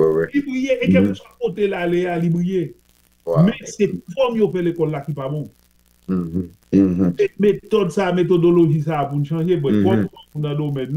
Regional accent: Haiti; c'est peut-être la première fois que je suis haïtien aussi fier pour vous présenter comme haïtien.

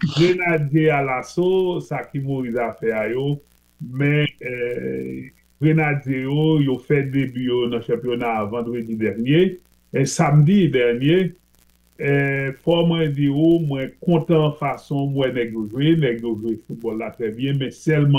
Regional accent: Haiti; Mais moi, ouais, ça, mais moi, dis, je suis haïtien

